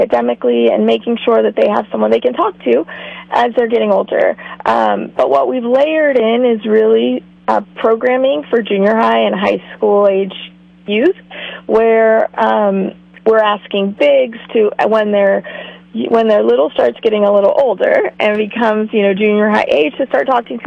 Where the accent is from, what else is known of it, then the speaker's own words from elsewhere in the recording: Texas, United States; now in Central Coast, California, United States; And I'm from Texas